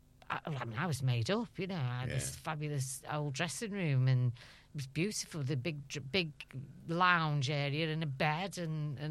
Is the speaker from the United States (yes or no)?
no; Liverpool, North West England, United Kingdom; accent: Scouse; in my Scouse accent